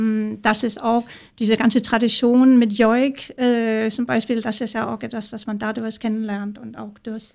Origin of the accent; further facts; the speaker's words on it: Denmark; als Dänin muss ich unbedingt den dänischen Act nennen